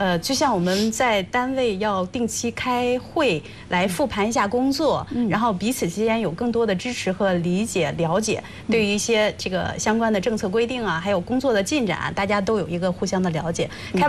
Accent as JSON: {"language": "Chinese", "country": "China"}